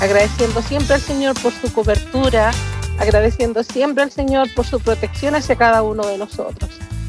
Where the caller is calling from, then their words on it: Santiago, Santiago Metropolitan Region, Chile; Somos de Huechuraba, pero nos toca justo hoy día acá.